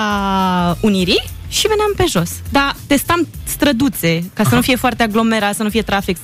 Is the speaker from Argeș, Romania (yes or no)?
no; Focșani, Vrancea County, Romania; now in Bucharest, Romania; Eu sunt din Focșani, născută, crescută în Focșani, dar m-am mutat în București de 12.